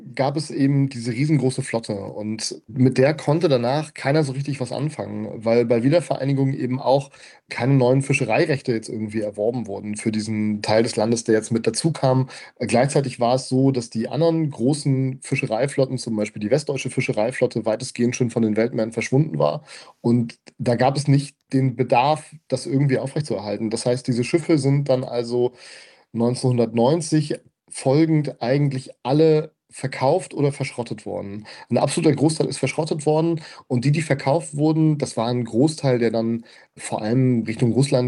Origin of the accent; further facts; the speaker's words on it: Rostock, Mecklenburg-Vorpommern, Germany; moved away; also born or lived in Darmstadt; Na, ich bin in Rostock geboren und aufgewachsen und die gesamte Familie meines Vaters hat auf den Rostocker Werften gearbeitet.